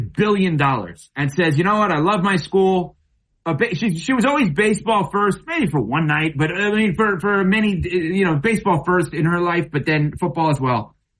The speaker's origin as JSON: {"language": "English", "region": "New York", "country": "United States", "tie": "born or raised there", "also_born_or_lived": "Madison, Wisconsin", "moved": "yes", "lives_now": "South Florida, United States", "said": "Think about me growing up in New York, moving from Madison, Wisconsin, where football is unbelievable, moving to South Florida in 2003"}